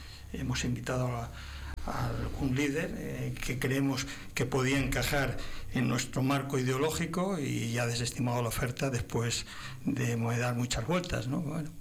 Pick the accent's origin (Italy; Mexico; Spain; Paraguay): Spain; Segovia, Castile and León; somos todos segovianos y sentimos Segovia